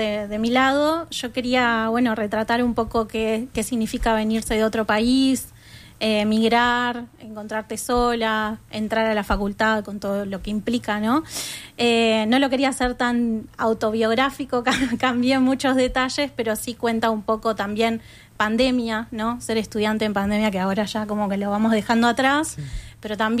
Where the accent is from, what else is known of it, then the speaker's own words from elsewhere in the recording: Argentina; now in Uruguay; En mi caso, que yo soy argentina, también tuve la oportunidad de participar, ¿no? Como estudiante de la UDELAR.